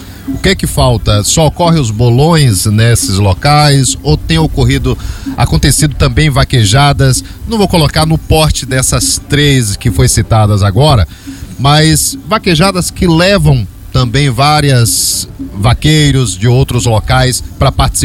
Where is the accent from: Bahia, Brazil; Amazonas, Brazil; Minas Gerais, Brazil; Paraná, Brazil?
Bahia, Brazil; Feira de Santana; now in Serra do Ramalho, Brazil; Eu sou de Feira de Santana, Serrinha é vizinha a mim, mas hoje eu estou em Serra do Ramalho